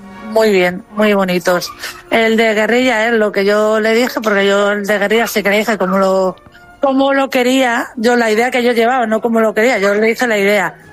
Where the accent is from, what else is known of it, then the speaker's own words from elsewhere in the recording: Morocco; Pero nosotros, vamos, todos menos mi marido, somos todos marroquíes.